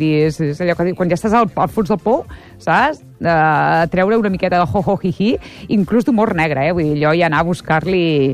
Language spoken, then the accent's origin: Catalan; Premià de Mar, Catalonia, Spain; L'última Premià de Mar, a casa meva, al meu poble.